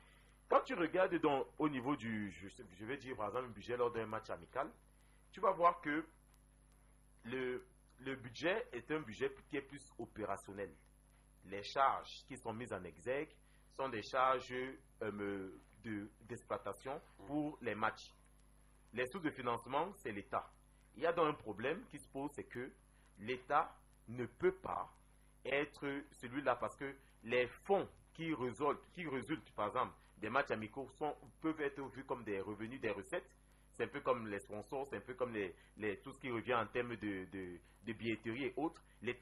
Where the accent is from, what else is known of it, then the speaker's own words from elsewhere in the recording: Cameroon; nous, on doit se poser la question que, en tant que Camerounais, comment le gouvernement ne réagit pas